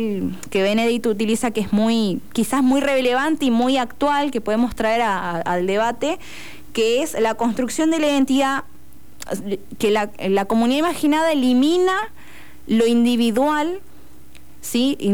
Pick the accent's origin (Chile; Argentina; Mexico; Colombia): Argentina; bueno, sí, mi documento dice que soy argentino, pero a mí mucho que, no sé, no me pasa, pero pienso en la lengua, ¿no? Vamos acá mismo en Misión